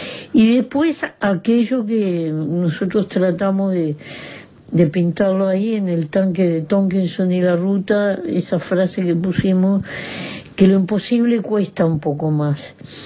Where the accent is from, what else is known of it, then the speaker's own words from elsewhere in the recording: Uruguay; en una comunidad pequeña como la uruguaya, en que nos conocemos todos